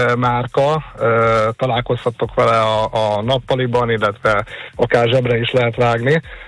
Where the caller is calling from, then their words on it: Hungary